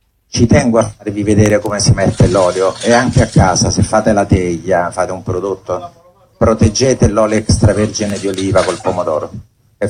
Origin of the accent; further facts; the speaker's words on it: Naples, Campania, Italy; io non sono italiano, io sono napoletano, dico sempre